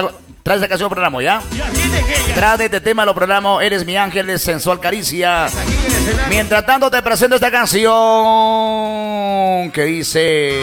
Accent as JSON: {"language": "Spanish", "town": "Huancabamba", "region": "Piura", "country": "Peru", "tie": "born or raised there", "said": "La gente de Huancabamba. Mi tierra de Huancabamba, Guarmaca, pues, ¿no? Lo máximo."}